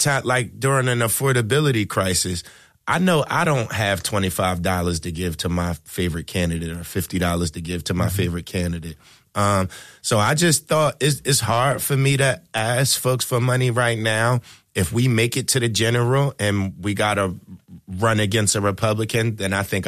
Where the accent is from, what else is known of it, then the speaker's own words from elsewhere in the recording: Philadelphia, Pennsylvania, United States; Yeah, he's from North. I'm from North as well.